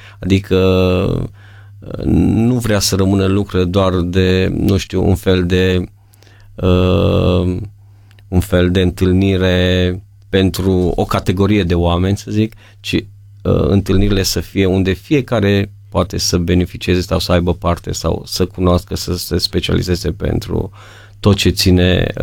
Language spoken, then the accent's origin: Romanian; Maramureș County, Romania; noi suntem din Maramureș